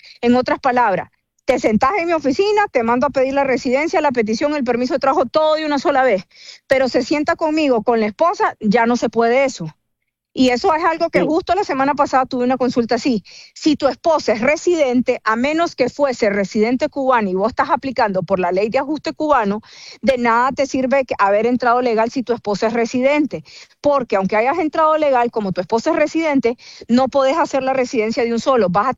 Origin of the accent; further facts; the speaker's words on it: Nicaragua; moved away as an adult; voy todo el tiempo a Nicaragua y mis papás, mis hermanos, todos viven allá y yo me crié allá. Incluso yo soy abogada, tengo 43 años y a los 23 me vine de Nicaragua y me quedé aquí